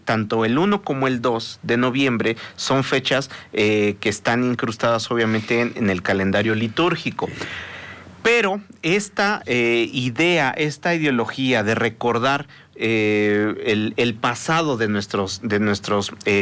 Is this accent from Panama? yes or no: no; Puebla, Mexico; Y nosotros como poblanos, como mexicanos